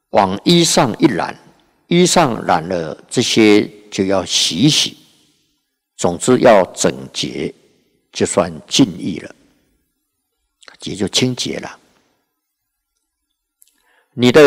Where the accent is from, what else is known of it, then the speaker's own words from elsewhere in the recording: China; 活着我是一个中国人，死了我也是一个中国鬼。